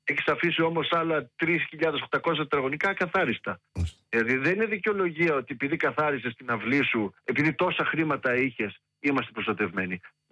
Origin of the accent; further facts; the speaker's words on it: Lemnos, North Aegean, Greece; γιατί κατάγομαι από τη Λίμνο.